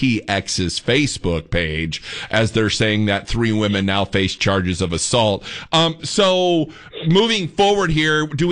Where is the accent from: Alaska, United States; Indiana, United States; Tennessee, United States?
Indiana, United States; moved away; I'm from Indiana. I've only been here 8 years.